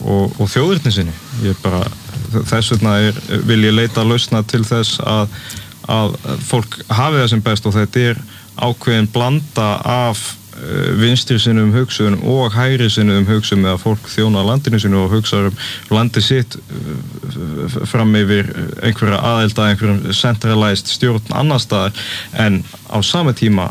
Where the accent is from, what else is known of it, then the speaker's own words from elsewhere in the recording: Southern Region, Iceland; Og ég er úr Grímsnesinu, ég bjó í gullna hringnum